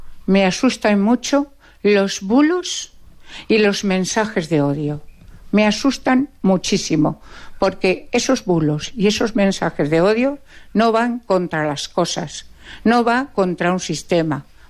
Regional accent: La Puebla de Almoradiel, Castilla-La Mancha, Spain; born there; now in Madrid, Spain; venir a la Puebla, donde yo tengo una casa... Yo nací en la Puebla de Almoradiel.

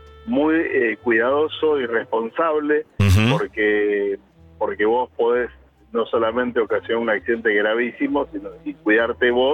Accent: Mar del Plata, Buenos Aires Province, Argentina; born there; Nací en Mar del Plata, vivo en Mar del Plata...

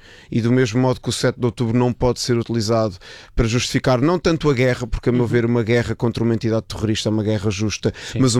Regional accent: Lisbon, Portugal; e na biografia da Bodeira de Cante não estava que eu nasci em Lisboa, porque para mim é autoevidente, bolas, eu sou português

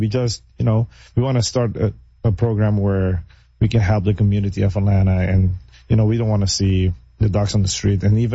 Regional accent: Curaçao; moved away; Yeah, so growing up in Curacao

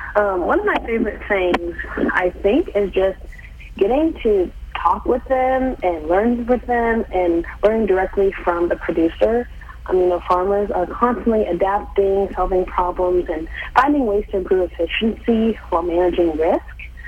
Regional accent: Lawrence, Kansas, United States; Yeah, so I'm originally from Lawrence, Kansas, with no background in agriculture.

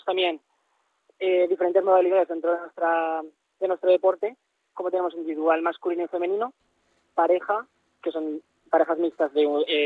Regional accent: Sueca, Valencian Community, Spain; now in Burjassot, Spain; Yo soy de Soga, pero yo vivo en Burjasot.

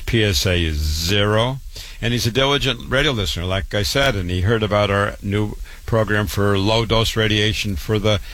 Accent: Waterloo, Iowa, United States; Born and raised in Waterloo, Iowa.

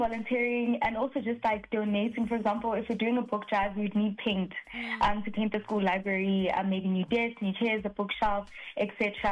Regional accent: South Africa; born there; I grew up in the township

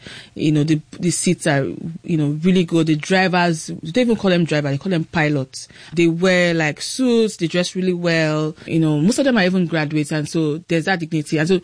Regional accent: Ibadan, Oyo, Nigeria; I grew up in Ibadan. I wasn't used to that hard life

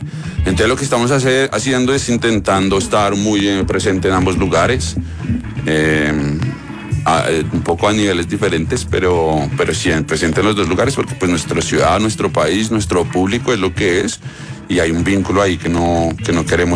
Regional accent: Colombia; Yo siento que soy más colombiano, siento que soy más reloj allá. Ay. O sea, ya caigo en cuenta de todo lo que soy, consecuencia de mi ciudad, de todo lo que extraño, de lo que no tengo, de lo que.

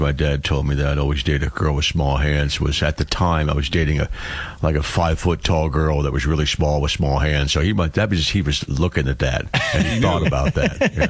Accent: United States; as an American point of view

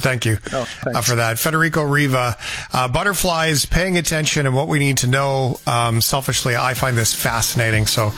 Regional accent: Canada; We as Canadians, do we

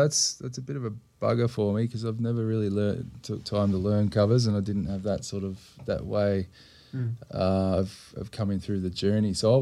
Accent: Melbourne, Victoria, Australia; So I grew up in Croydon South, out in the east. And shortly after uni, nicked off to London and over to overseas to do a bit of travelling.

